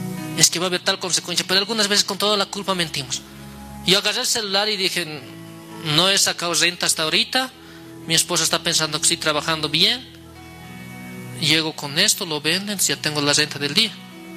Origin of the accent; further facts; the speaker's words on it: La Paz, Bolivia; born there; Yo cuando era niño estaba por la Balivian